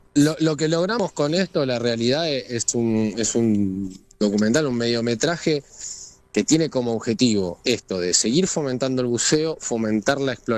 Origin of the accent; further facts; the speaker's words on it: Buenos Aires, Argentina; now in San Luis, Argentina; teniendo en cuenta que yo vivo en San Luis, pero soy oriundo de la Ciudad Autónoma de Buenos Aires.